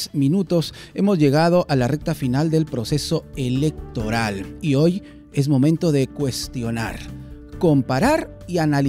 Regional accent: Peru; nuestra tradición, nuestras danzas, eso que como peruanos debemos amar

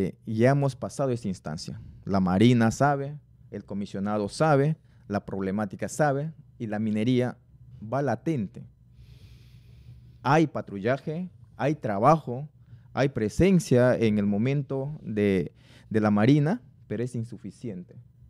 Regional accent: Peru; Nosotros también somos peruanos, no somos extranjeros.

